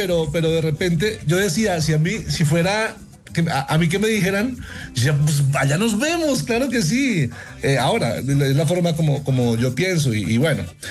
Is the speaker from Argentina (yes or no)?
no; Macaravita, Santander, Colombia; now in Bucaramanga, Colombia; Yo estoy en Bucaramanga. Soy de Macaravita, Santander, ¿sí? Pero resido en Bucaramanga.